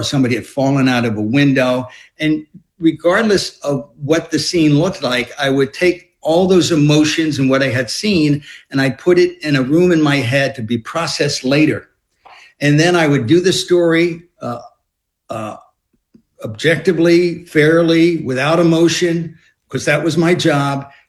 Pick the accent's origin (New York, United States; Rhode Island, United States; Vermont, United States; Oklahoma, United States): New York, United States; I grew up in New York, so I remember seeing the towers going up when I was in high school.